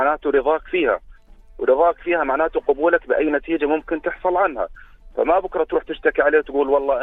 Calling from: Jordan; انا مواطن اردني

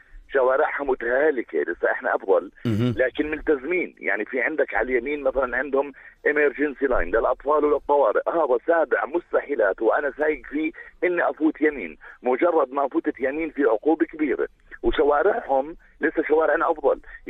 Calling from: Jordan; عندنا بالاردن

